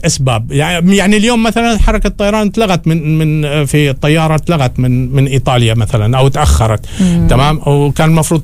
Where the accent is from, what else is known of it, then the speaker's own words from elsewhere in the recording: Oman; عندنا في عمان إن إحنا ما زلنا بلد الأمن والأمان